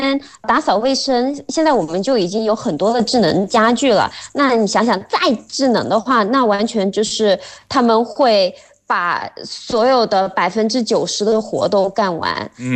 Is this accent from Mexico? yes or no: yes; Mexico; Chinese is a second language